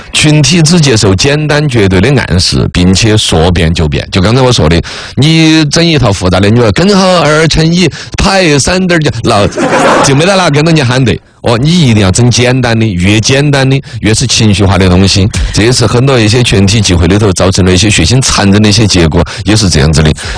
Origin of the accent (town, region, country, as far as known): China